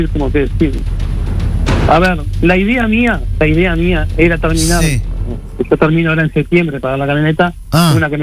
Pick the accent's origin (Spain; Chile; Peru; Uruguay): Uruguay; A ver, somos uruguayos y nos matamos trabajando.